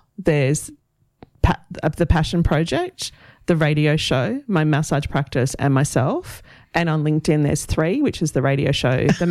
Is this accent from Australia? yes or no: yes; Central Coast, New South Wales, Australia; my grandmother and my great grandmother, were the cooks at the local hotel in my hometown on the Central Coast.